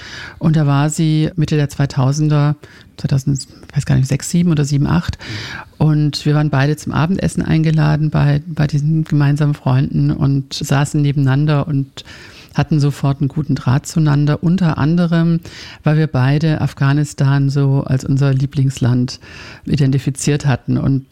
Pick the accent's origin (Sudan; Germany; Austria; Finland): Finland; Also ich komme ja ursprünglich aus Finnland.